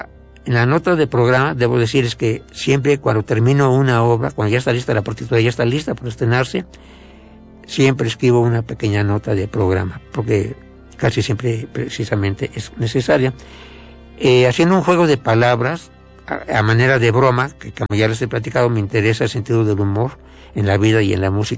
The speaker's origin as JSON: {"language": "Spanish", "region": "Mexico City", "country": "Mexico", "tie": "born there", "said": "no soy de Jalisco, aunque muchos creen que soy veracruzano, yo mismo lo creo con frecuencia, pero soy de la Ciudad de México, nací en la Ciudad de México."}